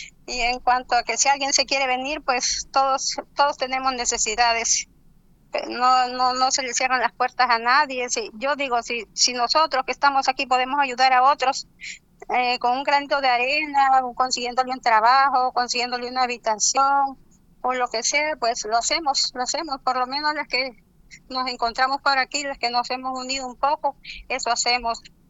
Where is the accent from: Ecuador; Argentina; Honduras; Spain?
Honduras; Tegucigalpa, Francisco Morazán; moved away as an adult; also born or lived in El Corpus, Choluteca; Yo nací en el Corpus, pero viví 50 años en Tegucigalpa. Llegué como de 2 años, 2 años y medio. Y pues amo Tegucigalpa, como que hubiera nacido ahí.